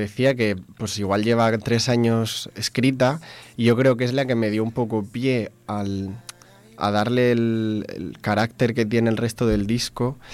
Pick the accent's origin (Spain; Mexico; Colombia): Spain; Alcoy, Valencian Community; also born or lived in Agres; para mí significa mi pueblo, que es Agres, que es un pueblo que está en la montaña, en Alicante. Yo antes, de pequeño, vivía en Alcoy, que está al lado de Agres también, y siempre veraneábamos allí, tenemos familia allí